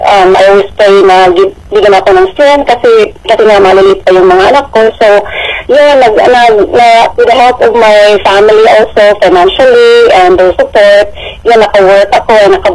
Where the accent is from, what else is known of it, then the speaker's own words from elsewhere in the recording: Cebu, Central Visayas, Philippines; moved away as an adult; now in upstate New York, United States; I am from upstate New York and originally from Cebu, Philippines. So I am 41 years old